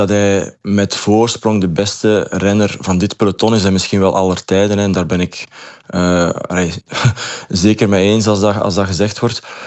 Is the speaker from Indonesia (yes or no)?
no; Belgium; Maar in de breedte hebben we natuurlijk wel weer als Belgen zijnde, ook al rijden we niet mee als België natuurlijk in de Tour de France